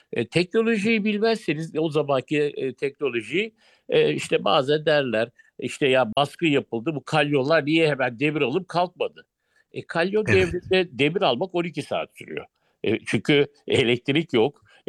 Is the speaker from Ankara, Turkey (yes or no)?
yes; Ankara, Turkey; Ankara'da ben doğdum, Ankara'da büyüdüm.